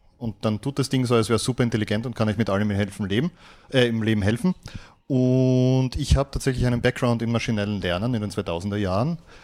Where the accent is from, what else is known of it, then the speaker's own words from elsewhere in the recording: Graz, Styria, Austria; ich komme aus Graz.